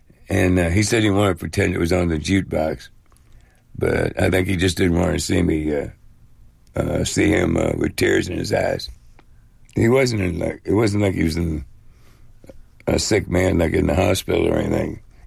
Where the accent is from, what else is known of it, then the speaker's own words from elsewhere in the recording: Maywood, Illinois, United States; That's how close Maywood was to the edge of Chicago, where we grew up on Madison Avenue, which is the dividing line between North Chicago and North Side and the South Side.